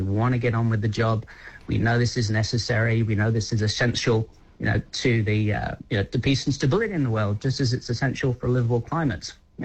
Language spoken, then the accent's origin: English; Australia; speaking as an Australian